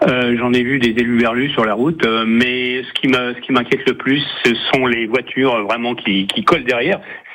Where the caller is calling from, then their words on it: Nantes, Pays de la Loire, France; Oui, alors je suis de Nantes. J'habite en plein centre de Nantes. Je suis à 20 mètres du tram.